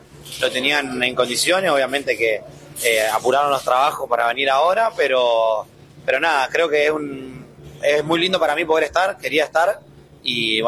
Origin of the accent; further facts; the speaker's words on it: Mendoza, Argentina; Somos muchos mendocinos corriendo hoy